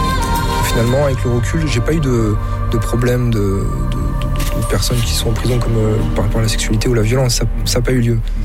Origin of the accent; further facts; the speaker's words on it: France; Pour rentrer chez moi en France.